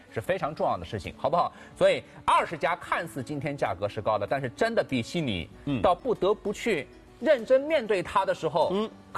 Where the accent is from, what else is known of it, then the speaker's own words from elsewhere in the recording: China; 这是我们中国人的一种传统传承，对吧？